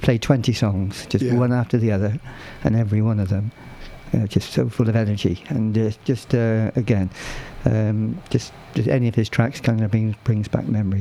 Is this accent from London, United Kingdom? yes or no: no; Chippenham, South West England, United Kingdom; Music Festival in Chippenham, and which is my hometown